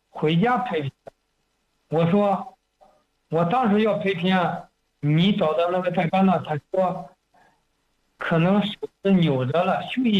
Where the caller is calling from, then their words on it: Bozhou, Anhui, China; 我还在亳州嘛，就是快两个月了嘛，在亳州。